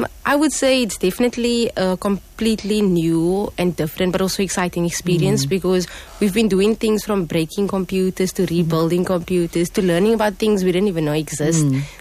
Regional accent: Cape Town, Western Cape, South Africa; I am from Matroosfontein, which is also based in Elsies River.

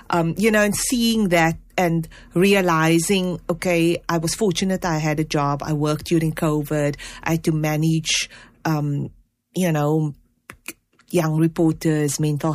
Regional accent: South Africa; because we are also people and we are also South African and we come from communities.

